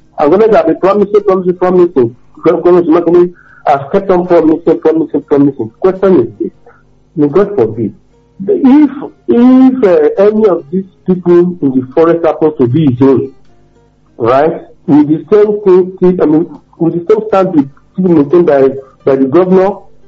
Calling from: Nigeria; I'm calling from Awosa.

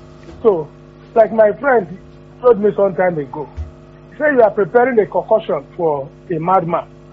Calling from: Ibadan, Oyo, Nigeria

